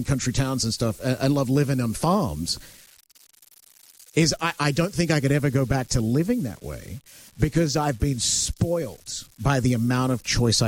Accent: Australia; now in Toronto, Canada; I'm Australian. I'm built for it.

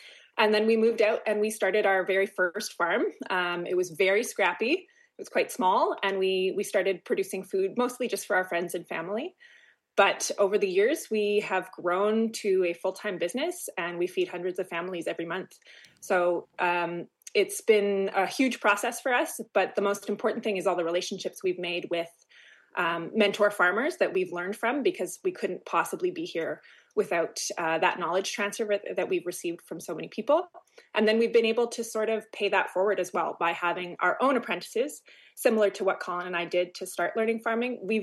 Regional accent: Winnipeg, Manitoba, Canada; moved away as an adult; now in Clearwater, Canada; we're actually both originally from Winnipeg. We grew up in Wolseley and in the North End. So we didn't grow up as farmers

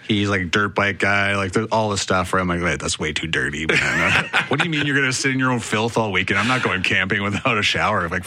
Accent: Cochrane, Alberta, Canada; also born or lived in Calgary; Born in Calgary, Alberta. I was raised in Cochrane, Alberta. My parents moved out there when I was 1980 to 9 years old. So then I grew up there.

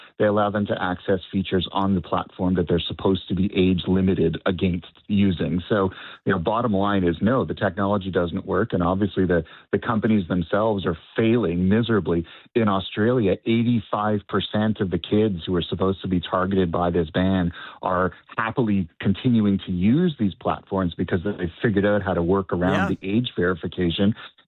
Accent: Canada; To be able to translate that into adulthood and kind of experience it as a Canadian, as a fan, it's wonderful.

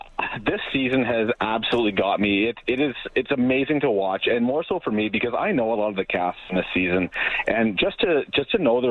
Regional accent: Edmonton, Alberta, Canada; came out, and I'm obviously from Edmonton. I'm a big country fan.

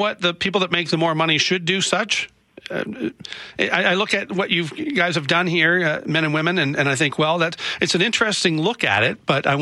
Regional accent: Nova Scotia, Canada; when I grew up in Nova Scotia

